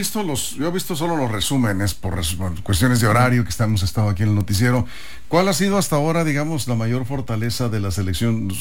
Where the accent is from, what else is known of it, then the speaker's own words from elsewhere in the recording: Mexico; ¿cómo somos los mexicanos?